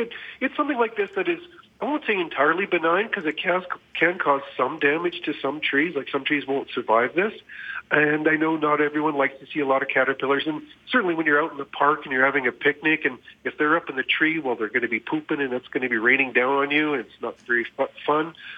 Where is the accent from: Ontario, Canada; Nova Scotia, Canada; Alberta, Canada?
Alberta, Canada; Edmonton; When I was a little kid growing up in Edmonton, as it were, don't hate me.